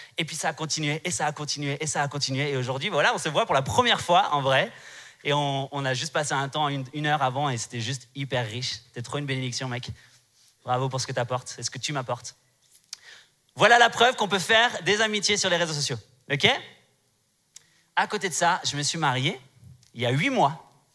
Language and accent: French; Strasbourg, Grand Est, France; Je viens de Strasbourg, je vous l'ai dit hier, pour ceux qui viennent là cet après-midi, Strasbourg, c'est en France. Okay, c'est sur la bordure allemande, mais c'est en France.